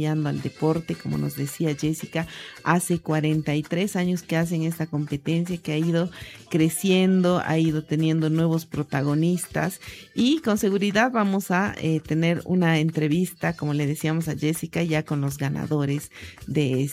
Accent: Bolivia; como buenos bolivianos, recién se va a llenar toda esa lista de competidores

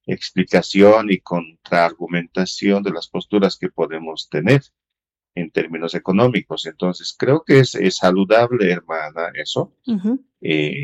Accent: Bolivia

